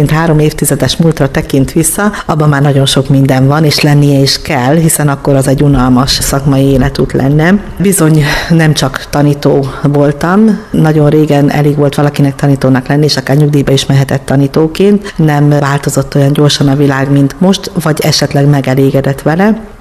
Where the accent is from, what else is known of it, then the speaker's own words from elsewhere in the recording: Kisgyarmat, Szabolcs-Szatmár-Bereg, Hungary; now in Fehérgyarmat, Hungary; Én Fehérgyarmaton születtem, tőzsgyökeres fehérgyarmatiak a szüleim is, Kisgyarmatban nőttem fel rokonok és ismerősök között.